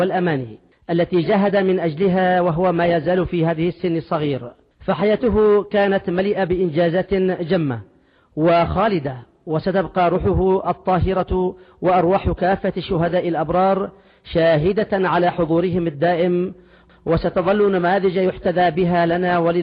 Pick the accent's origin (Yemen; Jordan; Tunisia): Yemen